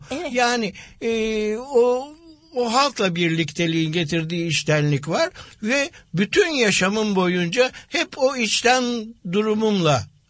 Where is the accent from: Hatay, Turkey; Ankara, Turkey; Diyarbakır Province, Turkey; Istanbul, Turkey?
Istanbul, Turkey; Ben İstanbul'un kenar mahallelerinden birinde, Karagümrük'te doğdum. Ve bir işçi mahallesiydi benim doğduğum yer.